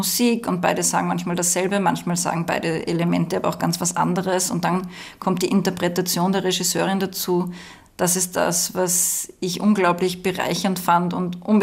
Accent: Waidhofen an der Ybbs, Lower Austria, Austria; Also ich bin ja aufgewachsen eben in Waidhofen an der Ybbs im Mostviertel

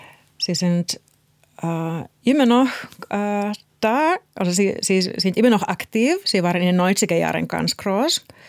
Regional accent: Helsinki, Uusimaa, Finland; Natürlich mit Helsinki, also die Stadt Helsinki, wo ich aufgewachsen bin.

